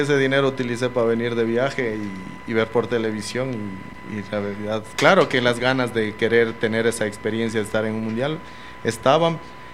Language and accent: Spanish; Ecuador